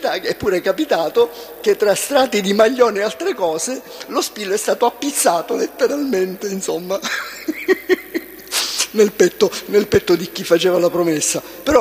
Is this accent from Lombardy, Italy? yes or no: no; Ragusa, Sicily, Italy; born there; io sono cresciuto nel Ragusa 3